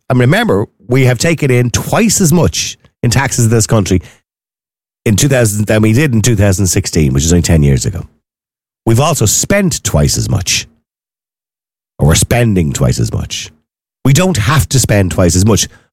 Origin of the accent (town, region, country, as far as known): Ireland